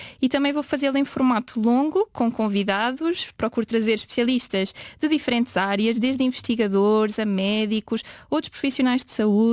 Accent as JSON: {"language": "Portuguese", "region": "Lisbon", "country": "Portugal", "also_born_or_lived": "Netherlands", "moved": "as an adult", "lives_now": "Faro, Portugal", "said": "eu tenho 29 anos, sou de Lisboa, mas agora vivo em Faro."}